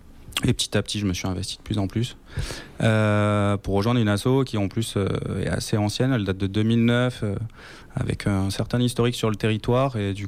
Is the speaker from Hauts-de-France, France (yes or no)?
no; Nouvelle-Aquitaine, France; now in South Gironde, France; Je suis originaire quand même de Gironde, mais on n'était pas trop dans ce secteur-là.